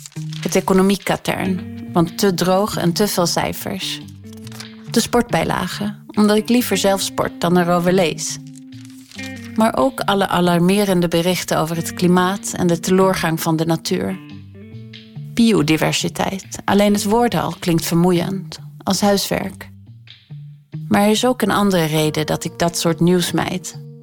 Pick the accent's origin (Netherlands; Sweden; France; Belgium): Sweden; moved away; Ik ben opgegroeid in Zweden, een land waar natuur vanzelfsprekend was.